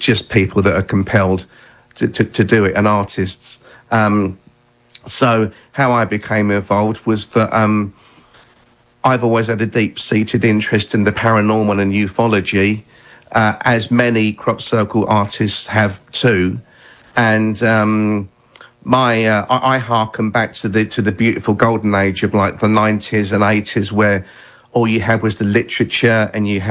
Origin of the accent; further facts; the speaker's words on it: England, United Kingdom; That made me feel really at home as an Englishman.